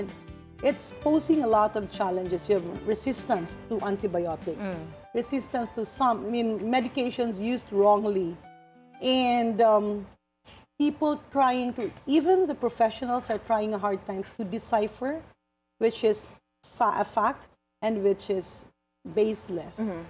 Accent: Philippines; In the provinces, we have all the delicacies, and we have fiestas right and left. And but growing up in the province is a lot different from growing up in Manila.

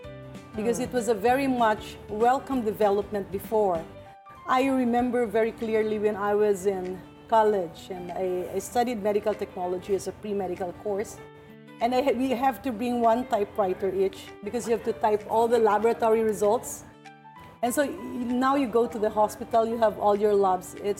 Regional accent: Philippines; In the provinces, we have all the delicacies, and we have fiestas right and left. And but growing up in the province is a lot different from growing up in Manila.

